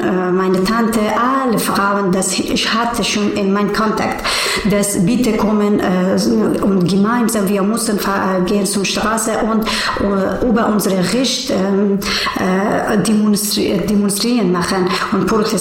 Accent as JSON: {"language": "German", "region": "Kabul", "country": "Afghanistan", "second_language": "German", "said": "Ja, ich komme aus Afghanistan und ich geboren in Kabul, Hauptstadt von Afghanistan. Und leider jetzt sind Taliban sind in unserer Heimat"}